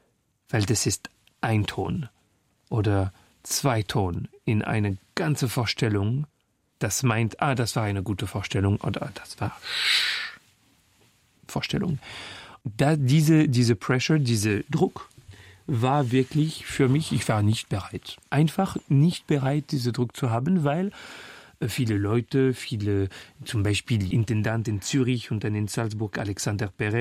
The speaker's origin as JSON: {"language": "German", "town": "Paris", "region": "Île-de-France", "country": "France", "tie": "born there", "second_language": "German", "said": "weil ich singe ein paar Kilometer von wo ich geboren bin, in Clinique des Lilas, beim 20. Arrondissement."}